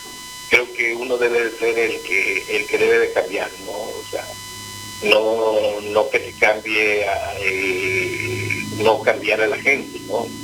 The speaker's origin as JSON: {"language": "Spanish", "country": "Mexico", "also_born_or_lived": "Guatemala / Rome", "moved": "as an adult", "lives_now": "Rocha, Uruguay", "said": "y nosotros como mexicanos"}